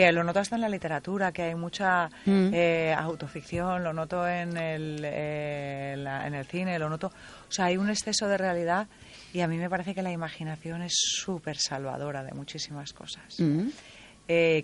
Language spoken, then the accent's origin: Spanish; Cádiz, Andalusia, Spain; Que yo soy de Cádiz y Cádiz y Vigo tienen muchas cosas en común